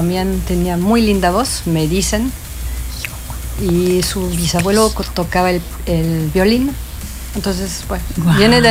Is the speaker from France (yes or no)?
yes; France; Spanish is a second language; now in Mexico; Soy de Francia.